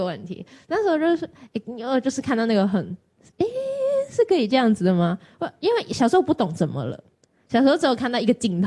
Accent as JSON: {"language": "Chinese", "country": "Hong Kong", "said": "我是香港人嘛。"}